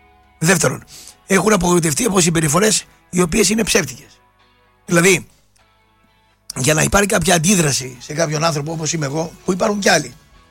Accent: Thessaloniki, Central Macedonia, Greece; Εγώ μεγάλωσα στην Τούμπα

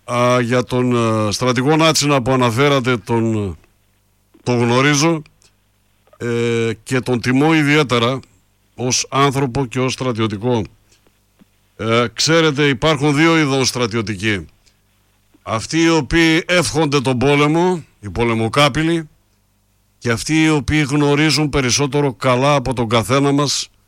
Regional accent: Greece; Ποτέ δεν θα πάψω να είμαι Έλληνας

